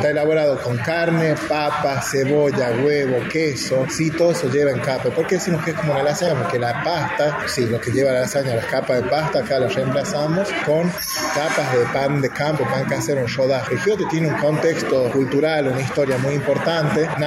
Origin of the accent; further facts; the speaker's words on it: Belén, Catamarca, Argentina; La verdad que yo contento, como belicho, soy de Belén, he llevado el nombre Belén a muchos escenarios